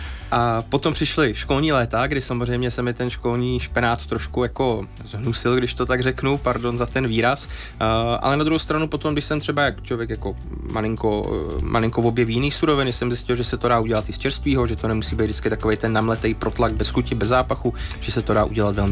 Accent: Zlín Region, Czechia; byť jsem vlastně z Valašska, kde jehněčí maso bylo od malička vlastně populární nebo vaří se u nás hodně.

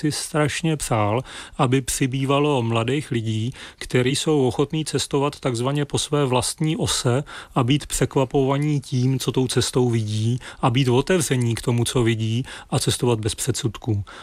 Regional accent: Zlín, Zlín Region, Czechia; já jsem ze Zlína a vy jste z Chebu, a to jsou obě dneska takový jako středně velký města, které se nacházejí v periferní oblasti republiky.

